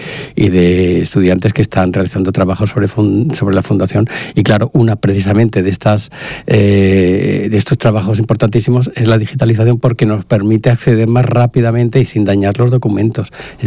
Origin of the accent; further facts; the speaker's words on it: Barcelona, Catalonia, Spain; also born or lived in Valencia / Huelva; now in Cádiz, Spain; Crecí en Barcelona.